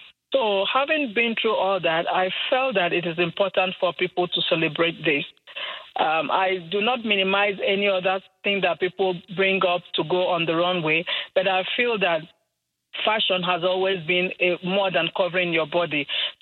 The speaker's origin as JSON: {"language": "English", "region": "Enugu State", "country": "Nigeria", "said": "I'm an African. I'm a Nigerian from a province called Enugu State in Nigeria."}